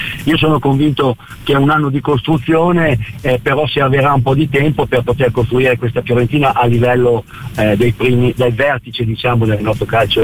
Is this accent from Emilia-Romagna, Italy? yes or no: yes; Emilia-Romagna, Italy; Anche comincio con un aneddoto, no? Che io sono emiliano